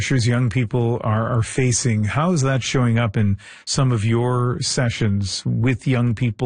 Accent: New Brunswick, Canada; But when I think of PEI, and I grew up next door in New Brunswick

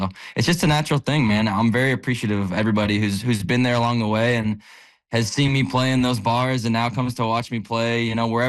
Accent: Mildmay, Ontario, Canada; So I grew up in Mildmay, Ontario. It's a town of 1,000 people.

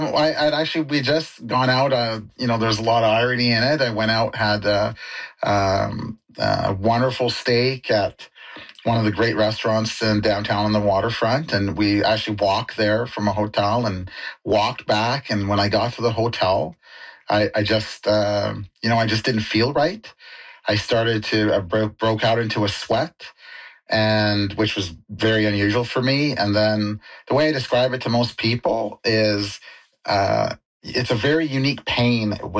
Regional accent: Maple Ridge, British Columbia, Canada; And I was like, I'm from Maple Ridge and stuff like that.

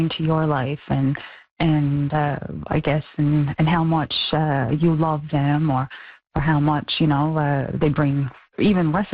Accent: Port Hope Simpson, Newfoundland and Labrador, Canada; maybe it was a little nod to my hometown, Port Hope Simpson, that's on the South Coast.

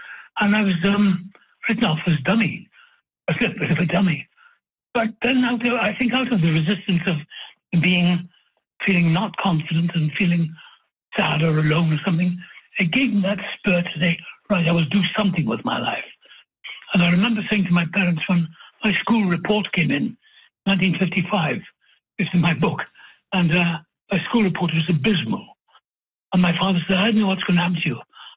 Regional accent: Wales, United Kingdom; now in United States; I'm Welsh, and that's it.

